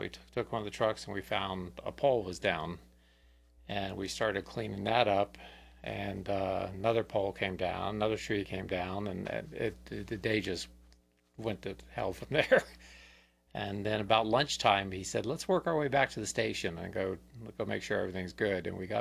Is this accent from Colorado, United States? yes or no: no; Florida, United States; moved away as an adult